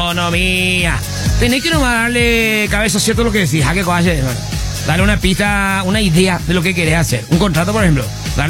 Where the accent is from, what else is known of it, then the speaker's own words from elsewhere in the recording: Paraguay; yo soy de Paraguay.